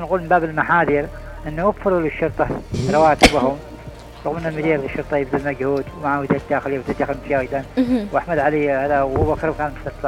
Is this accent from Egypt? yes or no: no; Aden, Yemen; عندنا في عدن شرطة نسائية